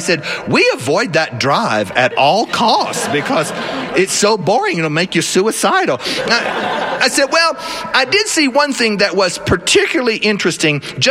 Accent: South Carolina, United States; I'm from South Carolina.

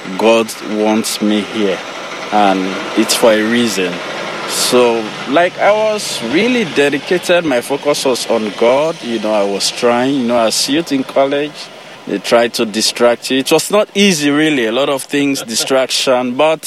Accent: Sierra Leone; born there; I was born in Sierra Leone. I have a lot of sisters and brothers who are incredible and they are wonderful. Most of them are in Sierra Leone.

